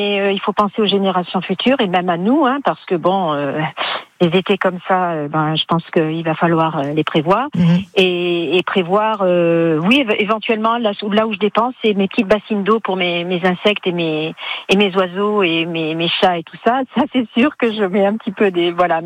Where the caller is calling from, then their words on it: Beaumont-lès-Valence, Auvergne-Rhône-Alpes, France; Je suis citadine de naissance, mais j'habite à Beaumont-les-Valences.